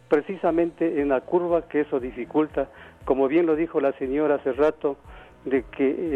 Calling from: Quito, Pichincha, Ecuador; Le estoy llamando de Tumbaco.

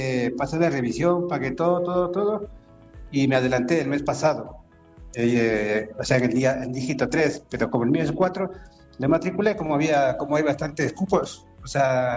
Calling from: Cuenca, Azuay, Ecuador; Aquí le llamo de Cuenca

